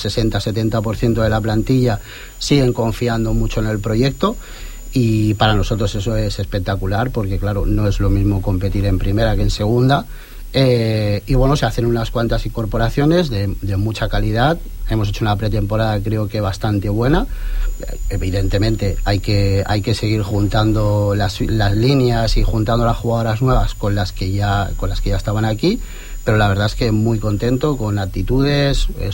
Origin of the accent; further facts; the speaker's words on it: L'Hospitalet de Llobregat, Catalonia, Spain; porque nosotros somos de Hospitalet y al final, pues bueno, hemos dado un paso hacia adelante